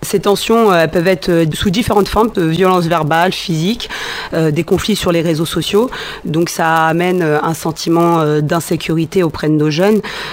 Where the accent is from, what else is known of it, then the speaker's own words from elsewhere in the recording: Beaumont-sur-Oise, Île-de-France, France; je suis originaire de Beaumont.